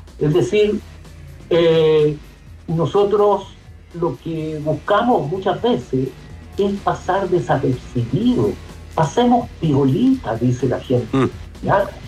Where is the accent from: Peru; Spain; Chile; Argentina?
Chile; el espejo de los chilenos.